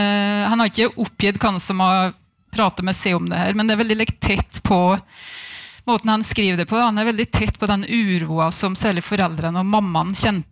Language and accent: Norwegian; Vinstra, Innlandet, Norway; så begynte å prate med folk i Dalen, da, Kvam-området og Vinstra der jeg er fra.